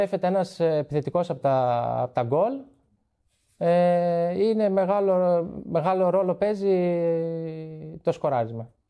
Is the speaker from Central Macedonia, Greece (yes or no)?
yes; Trikala, Central Macedonia, Greece; born or raised there; moved away